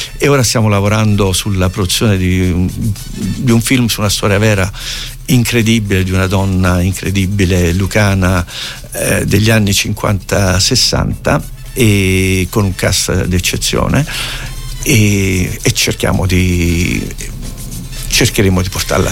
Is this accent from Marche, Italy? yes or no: no; Tramutola, Basilicata, Italy; moved away; Io sono un lucano.